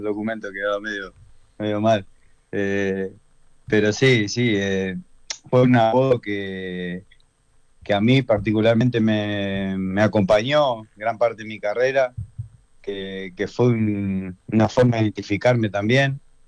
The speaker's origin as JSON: {"language": "Spanish", "region": "Córdoba", "country": "Argentina", "said": "para la gente de Córdoba, para nosotros"}